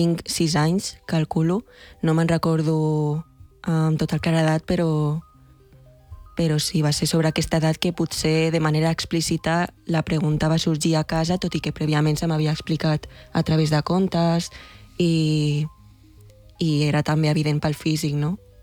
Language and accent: Catalan; Catalonia, Spain; also born or lived in China